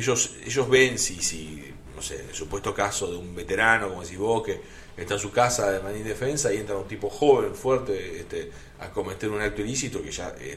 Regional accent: Uruguay

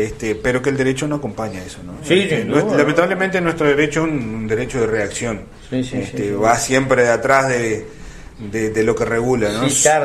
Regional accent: Salto, Uruguay; yo soy salteño.

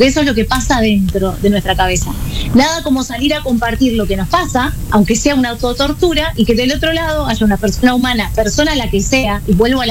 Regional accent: Lagomar, Canelones, Uruguay; also born or lived in Atlántida; soy de Lagomar, soy canaria.

